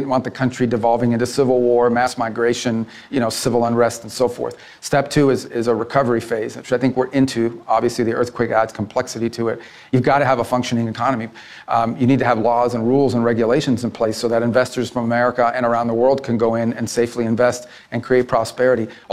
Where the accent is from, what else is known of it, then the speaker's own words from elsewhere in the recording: Miami, Florida, United States; Put aside for a moment my history, the fact that I'm Cuban-American, the fact that I grew up in Miami.